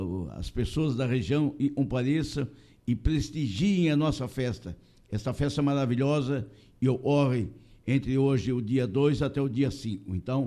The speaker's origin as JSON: {"language": "Portuguese", "country": "Brazil", "said": "nós somos brasileiros"}